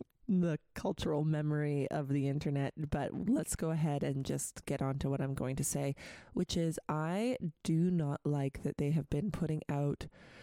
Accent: Prince George, British Columbia, Canada; So we would listen to what was back in the day known as 94X when I was growing up in Prince George.

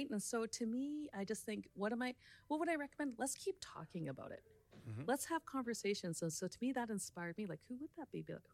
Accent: British Columbia, Canada; It was really a displacement, even though I'm from British Columbia. Like, you know, I've always been by the ocean, and now being here in the central interior

